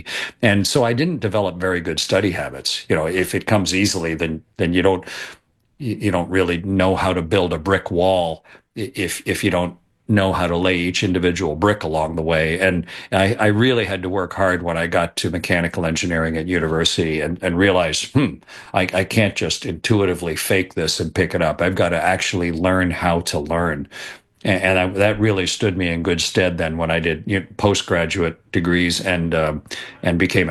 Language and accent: English; Canada; I'm Canadian, and I went to a good school system. I'm lucky to have grown up in a country with a good, pretty much universal school system.